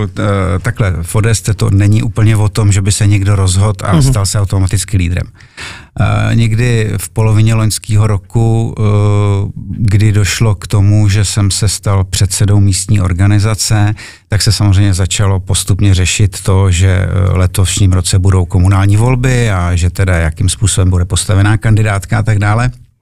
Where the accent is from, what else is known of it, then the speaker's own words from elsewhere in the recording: Mladá Boleslav, Central Bohemian Region, Czechia; born there; Boleslav je moje rodné město. Já tady mám rodinu, vychoval jsem tady dvě děti, žiju tady s manželkou